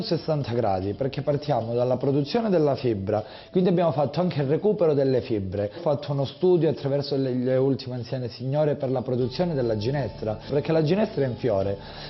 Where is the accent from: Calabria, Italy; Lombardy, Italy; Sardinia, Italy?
Calabria, Italy; Girifalco; i Girifalco sono San Rocco e la Madonna del Rosario, che è la nostra compatrona. In contrapposizione sull'altro troviamo il profano. In Calabria crediamo molto al malocchio